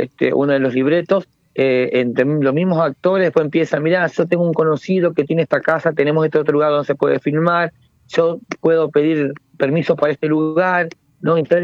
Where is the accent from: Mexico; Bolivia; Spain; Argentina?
Argentina; María Grande, Entre Ríos; yo soy de María Grande, oriundo de allá. Arranqué teatro a trabajar allá.